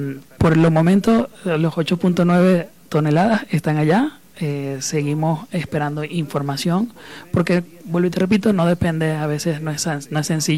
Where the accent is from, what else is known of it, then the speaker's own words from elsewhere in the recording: Venezuela; now in Querétaro, Mexico; nosotros como venezolanos